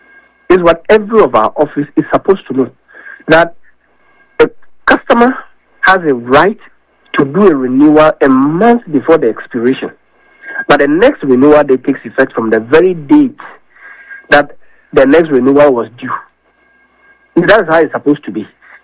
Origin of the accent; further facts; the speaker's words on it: Ghana; as a Ghanaian, I know very well.